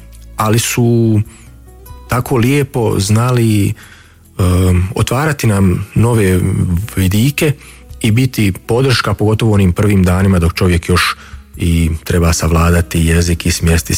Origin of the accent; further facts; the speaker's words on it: Lašva Valley, Federation of Bosnia and Herzegovina, Bosnia & Herzegovina; moved away as an adult; now in Münster, Germany; Sva tri ta mjesta su u srednjoj Bosni, praktično u Lašmanskoj dolini, jako su blizu, to je i moj zavičaj.